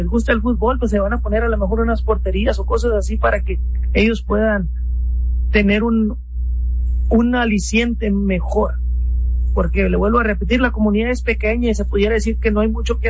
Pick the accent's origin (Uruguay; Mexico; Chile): Mexico; now in Rio Grande Valley, Texas, United States; padres a lo mejor machistas que somos por ser mexicanos